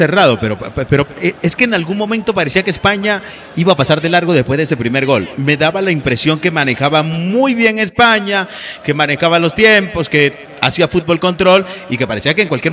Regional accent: Venezuela; Está en mi país.

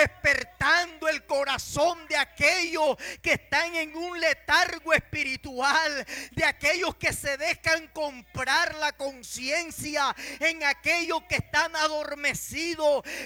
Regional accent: Colombia

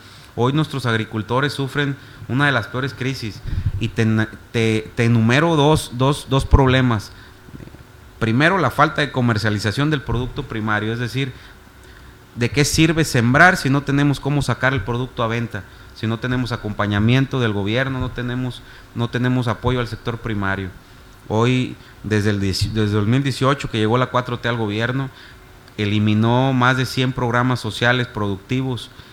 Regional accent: San Martín Chalchicuautla, San Luis Potosí, Mexico

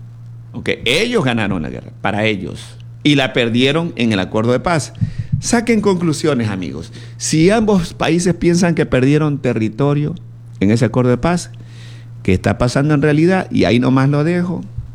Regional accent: Ecuador

